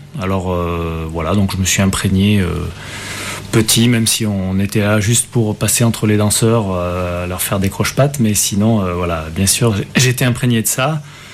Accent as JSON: {"language": "French", "town": "Aurillac", "region": "Auvergne-Rhône-Alpes", "country": "France", "tie": "born there", "said": "Mais je suis né à Aurillac"}